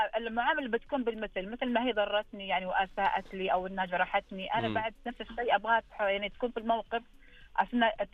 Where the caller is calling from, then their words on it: Saudi Arabia; وانا سعوديه